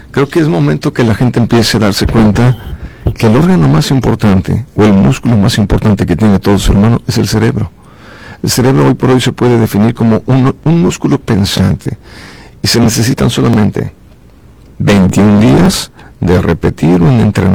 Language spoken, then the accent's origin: Spanish; Mexico